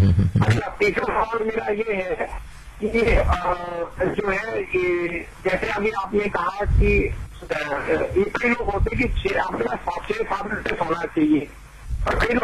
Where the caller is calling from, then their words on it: Delhi, India; और मैं करमपुरा बोल रहा हूँ